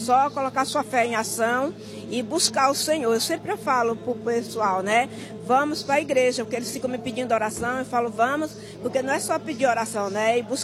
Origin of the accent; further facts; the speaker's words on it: Vargem Grande Paulista, São Paulo, Brazil; De Vargem Grande Paulista.